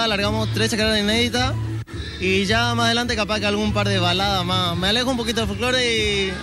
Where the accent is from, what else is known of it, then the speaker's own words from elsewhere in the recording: El Colorado, Formosa, Argentina; Nacido en Formosa, criado en el Colorado.